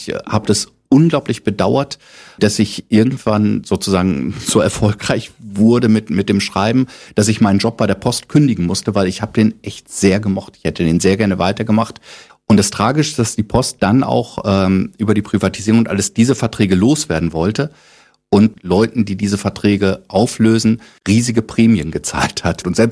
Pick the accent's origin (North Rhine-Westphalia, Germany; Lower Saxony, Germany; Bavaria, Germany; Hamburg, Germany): Lower Saxony, Germany; Und dann habe ich als Niedersachse, der ja eigentlich ein fast perfektes Hochdeutsch spricht